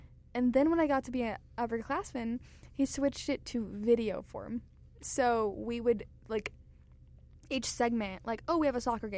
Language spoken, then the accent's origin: English; Tampa, Florida, United States; Okay, so I'm from Tampa, guys, if you have not heard, because I've said it about 400 times in my other shows.